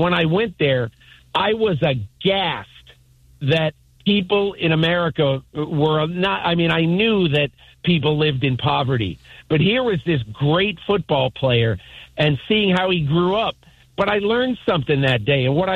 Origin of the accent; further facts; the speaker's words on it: Connecticut, United States; I grew up in White Bread, Connecticut. And, you know, I had maybe four, five, six black families in my town where I lived.